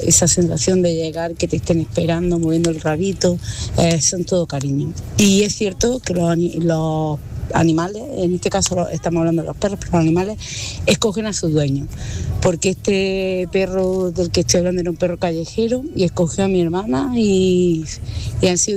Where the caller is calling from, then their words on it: Almería, Andalusia, Spain; de Almería.